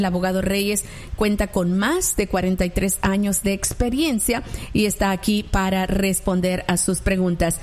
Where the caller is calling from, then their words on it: Honduras; Mi pregunta es: yo soy de Honduras y tengo TPS. Hice una salida y regresé.